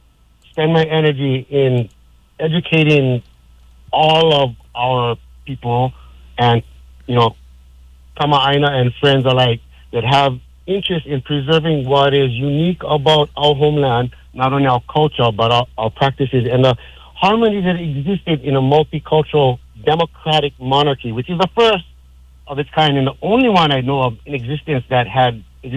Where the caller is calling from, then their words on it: Hawaii, United States